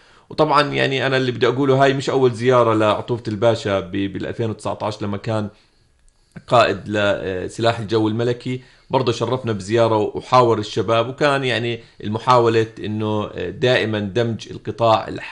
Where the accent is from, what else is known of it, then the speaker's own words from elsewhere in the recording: Jordan; لأنه إحنا كأردنيين عندنا دائما مشاعر مميزة تجاه الجيش